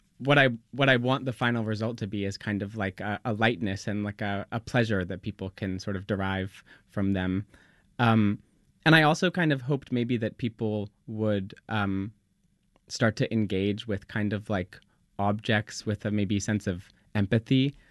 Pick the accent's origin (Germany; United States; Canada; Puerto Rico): Canada; Winnipeg, Manitoba; moved away as an adult; also born or lived in Montreal; I'm from Winnipeg in Canada